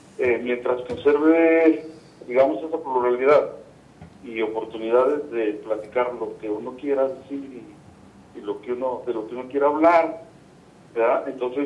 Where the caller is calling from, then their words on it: Fresnillo, Zacatecas, Mexico; Yo de aquí de Fresnillo